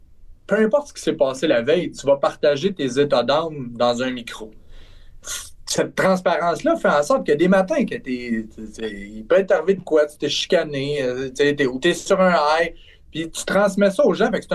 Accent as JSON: {"language": "French", "town": "Trois-Rivières", "region": "Quebec", "country": "Canada", "said": "Le plus absurde là-dedans, c'est que je viens de Trois-Rivières."}